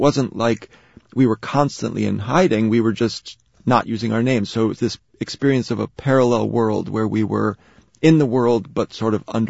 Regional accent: Harlem, New York, United States; No, I was raised mostly in Harlem, and my dad worked as a baker and then a preschool teacher. My mom was a waitress.

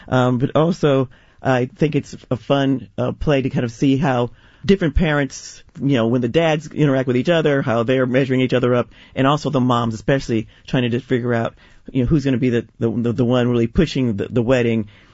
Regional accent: San Francisco, California, United States; also born or lived in Oakland; I grew up in San Francisco, but I lived in Oakland while I was a grad student

